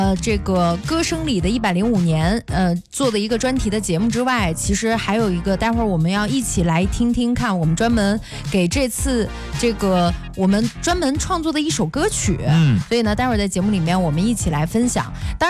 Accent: Jiaozuo, Henan, China; moved away; 到我老家了。

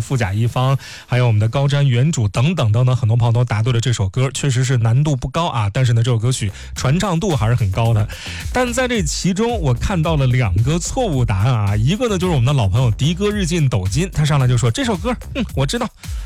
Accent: Henan, China; 咱们的河南话

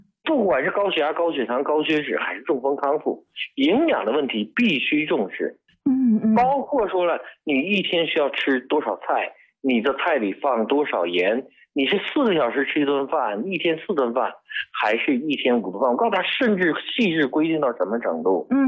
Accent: China

